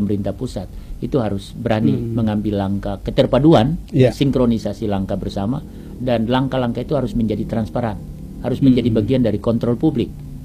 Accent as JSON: {"language": "Indonesian", "area": "Tanimbar", "region": "Maluku", "country": "Indonesia", "said": "sebagai orang Tanimbar, sebagai orang Maluku Barat Daya dan sebagai orang Maluku bahkan orang Indonesia"}